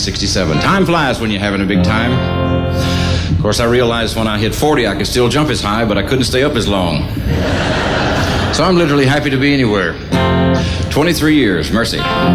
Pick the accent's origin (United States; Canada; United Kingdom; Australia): United States; Arkansas; down in Arkansas, where I'm from.